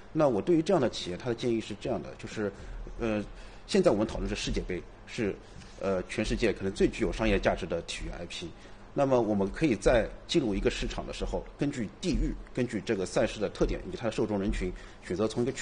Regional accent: China

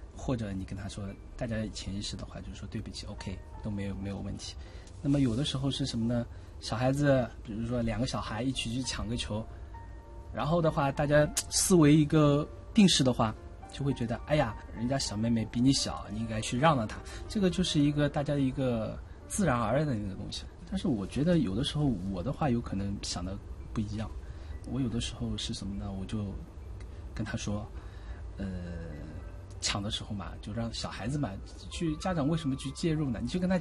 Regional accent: Shanghai, China; accent: Shanghainese; 我说上海话的时候也经常不会愣住

